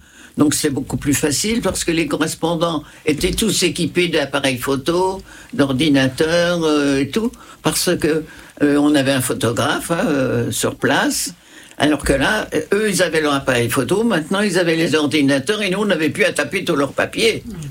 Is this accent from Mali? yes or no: no; France; moved away as an adult; also born or lived in Beirut, Lebanon; je suis une Française qui rapatrie ses enfants.